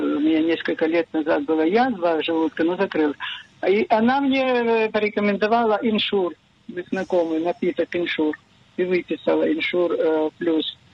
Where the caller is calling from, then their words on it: Hadera, Haifa District, Israel; из Хадыры. У меня такой вопрос. Мне 87 лет